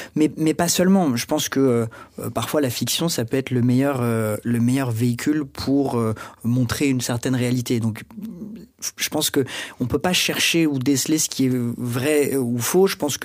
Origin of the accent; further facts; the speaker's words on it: Paris, Île-de-France, France; je suis né et j'ai grandi à Paris, d'un père québécois, et donc toute ma famille est au Québec. Donc j'ai vraiment grandi entre ces deux cultures.